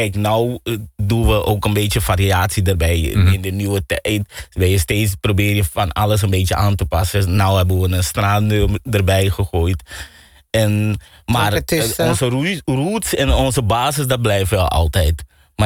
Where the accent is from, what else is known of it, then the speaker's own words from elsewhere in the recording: Suriname; Iedereen weet dat wij als Surinamers gastvrij zijn.